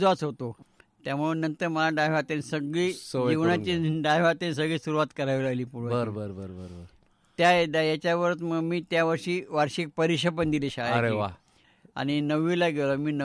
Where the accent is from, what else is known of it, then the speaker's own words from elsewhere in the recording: Parner, Maharashtra, India; born there; also born or lived in Ahmednagar; माझं बालपण, माझे वडील कोटामध्ये नोकरीला होते, त्यामुळे माझं बालपण काही सुरुवातीला नगरला मॉन्टेसरीपर्यंत आणि नंतर पहिली ते 8वीपर्यंत माझं पारनेरला इथे झालं.